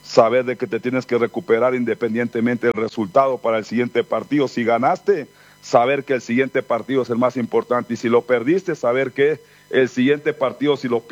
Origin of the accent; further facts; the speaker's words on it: Valle del Chota, Imbabura, Ecuador; haber coincidido con 8 compatriotas, con 8 de un pueblo que se llama el Valle del Chota, de infraestructura pobre, de no tener agua, de nacer en una canchita humilde del pueblo